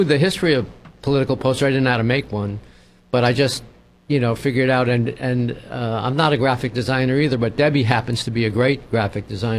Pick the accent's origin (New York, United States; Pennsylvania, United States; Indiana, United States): New York, United States; New York City; I grew up in New York City. Both my parents were union organizers.